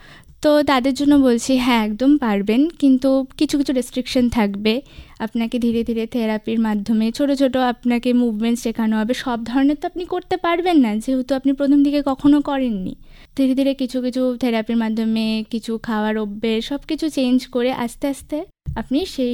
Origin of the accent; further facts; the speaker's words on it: Siliguri, West Bengal, India; আমি শিলিগুড়ি থেকে এসেছি।